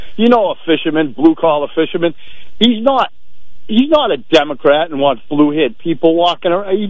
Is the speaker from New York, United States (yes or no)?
no; Provincetown, Massachusetts, United States; born there; moved away; I'm from Provincetown. I lived in... My parents go way back, great-grandfather, fishing family.